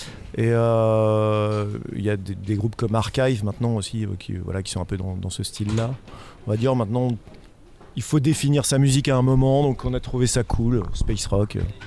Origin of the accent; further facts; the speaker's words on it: Brittany, France; Je suis normand d'adoption, je suis breton en fait.